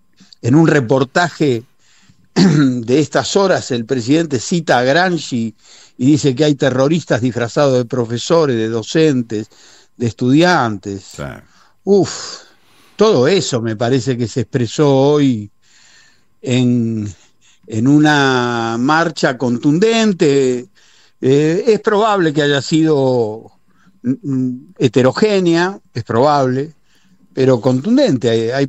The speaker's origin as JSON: {"language": "Spanish", "country": "Argentina", "said": "nos avergüenza como argentinos"}